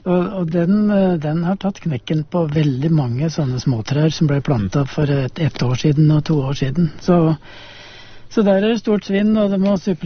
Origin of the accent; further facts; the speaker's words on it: Østmodum, Buskerud, Norway; Så hvis jeg ser på gården hjemme på Østmodum, så det jo, der jo en stor del av hagen jo nyplanta